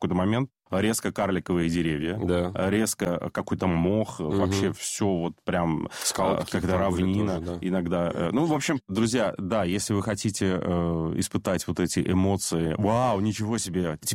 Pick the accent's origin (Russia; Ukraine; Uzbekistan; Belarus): Russia; Novy Urengoy, Yamalo-Nenets Autonomous Okrug; Слушай, я вырос в Ямало-Ненецком автономном округе, mm-hmm. в городе Новый Уренгой